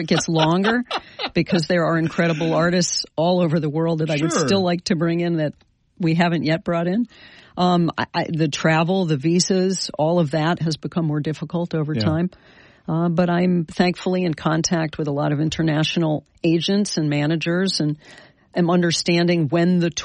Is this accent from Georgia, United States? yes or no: no; New York, United States; I got back to my hometown here in the Capital Region